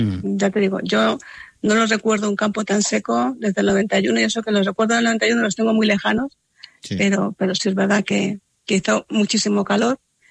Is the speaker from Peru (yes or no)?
no; Spain; soy el único español miembro del comité ejecutivo